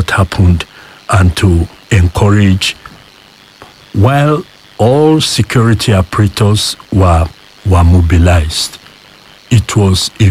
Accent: Oyo, Nigeria; also born or lived in Ogbomoso North; I am from Orire, local government, Orirunminu.

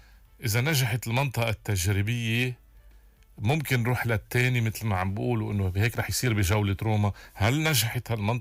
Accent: Lebanon; نحن كلنا كلبنانيين

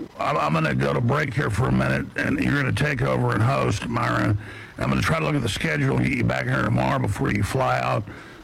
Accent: Dallas, Texas, United States; I grew up in Dallas

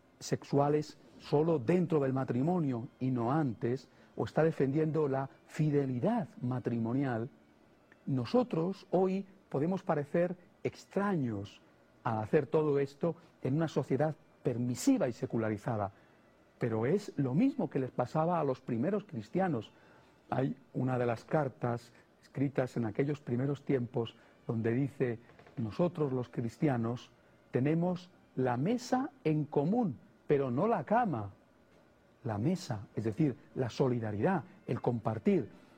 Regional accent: Spain; al menos en mi país, en España

